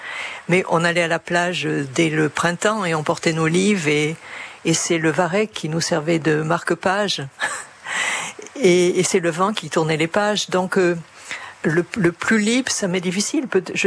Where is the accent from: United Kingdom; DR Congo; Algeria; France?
France; Arcachon, Nouvelle-Aquitaine; j'ai l'impression d'avoir grandi constamment dans l'été, dans la mesure où j'ai grandi à Arcachon. Donc la plage était le prolongement de mon existence.